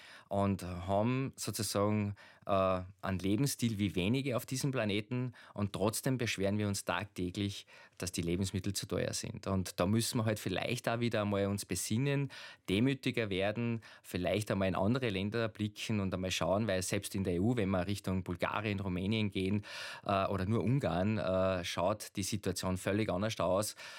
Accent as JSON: {"language": "German", "town": "Schladming", "region": "Styria", "country": "Austria", "said": "wie Gösser oder wo ich herkomme, Schlappminger Bier und viele bekannte Marken."}